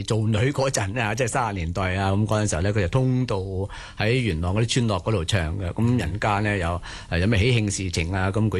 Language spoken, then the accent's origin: Cantonese; Guangdong, China; 咁如果係我哋廣府人嚟講咧，就似乎係聽鹹水歌咧，就會係接近啲喎。